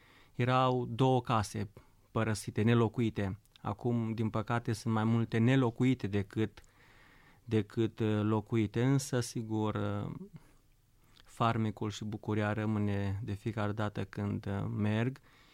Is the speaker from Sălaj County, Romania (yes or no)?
yes; Solomon, Sălaj County, Romania; now in Poiana Aiudului, Romania; prima dată teologia am învățat-o în satul meu natal, de la părinții mei, din satul Solomon, comuna Grâbou, județul Sălaj.